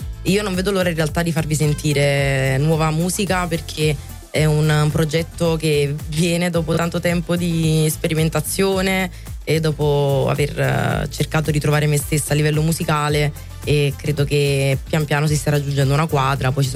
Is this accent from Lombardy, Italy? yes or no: no; Naples, Campania, Italy